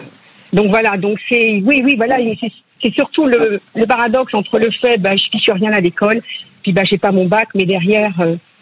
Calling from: Courbevoie, Île-de-France, France; De Courbevoie.

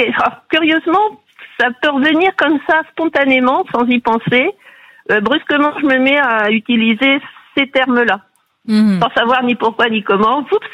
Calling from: Culan, Centre-Val de Loire, France; du sud du Cher, un petit village qui s'appelle Culan

